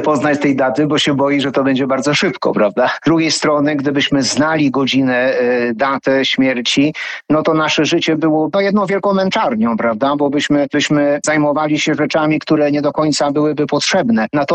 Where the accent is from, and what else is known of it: Złotów, Greater Poland Voivodeship, Poland; moved away